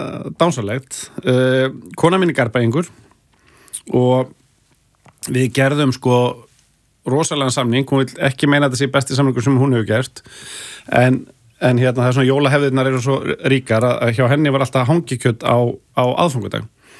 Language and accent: Icelandic; Hafnarfjörður, Capital Region, Iceland; Ég er alinn upp í Hafnarfirði ég er haffyrringur í húð og hár